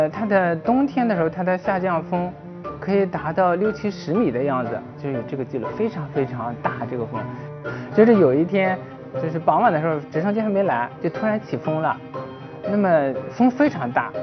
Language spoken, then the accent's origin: Chinese; China; 我们中国人